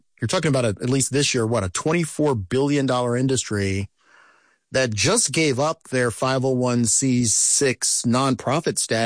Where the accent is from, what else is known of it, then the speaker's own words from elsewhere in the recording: United States; my hometown newspaper gets raided by the FBI and they're executing search warrants at the Washington Post.